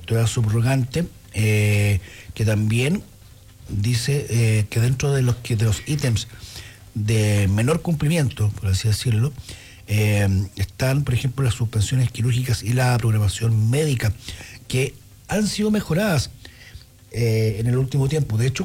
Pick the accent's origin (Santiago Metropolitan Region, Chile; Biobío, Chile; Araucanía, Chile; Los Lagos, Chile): Araucanía, Chile; Temuco; now in Coyhaique, Chile; Yo soy de Temuco